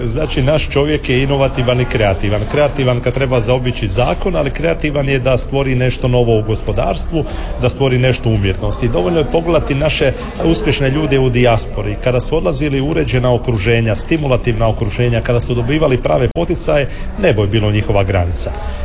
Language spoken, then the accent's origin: Croatian; Croatia